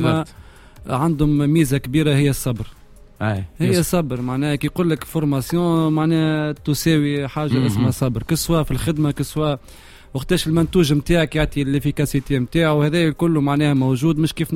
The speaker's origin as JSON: {"language": "Arabic", "country": "Tunisia", "said": "عندنا هنا في تونس"}